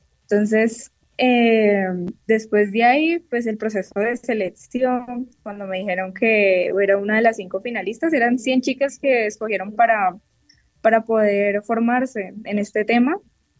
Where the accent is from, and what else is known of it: Valle del Cauca, Colombia